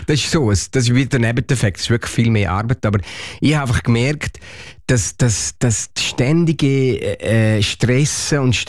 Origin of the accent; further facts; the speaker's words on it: Switzerland; accent: Swiss German; Ich wollte schon immer mal Schweizerdeutsch singen. Für mich war es klar. Und ich habe so einen schönen broten Dialekt.